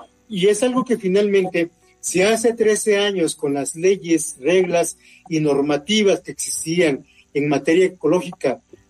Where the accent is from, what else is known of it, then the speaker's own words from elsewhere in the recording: Manzanillo, Colima, Mexico; moved away as an adult; Yo salí de Manzanillo por un tema profesional, afortunadamente, ¿no? Pero Si yo tuviera la oportunidad de estar en Manzanillo, créeme que yo estaría ahí disfrutando del calor